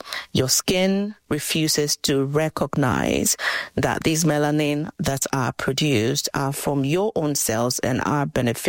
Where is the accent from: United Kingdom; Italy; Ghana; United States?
Ghana; I grew up in Ghana, West Africa.